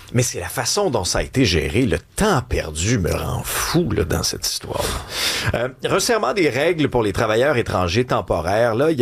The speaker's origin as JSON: {"language": "French", "region": "Quebec", "country": "Canada"}